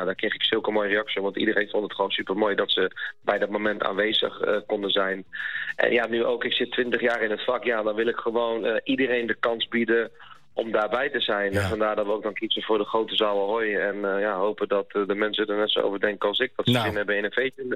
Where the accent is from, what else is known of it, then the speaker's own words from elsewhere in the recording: The Hague, South Holland, Netherlands; ik kom zelf uit Den Haag. Ik woon bij Ypenburg, ja, vlakbij bij Radio West.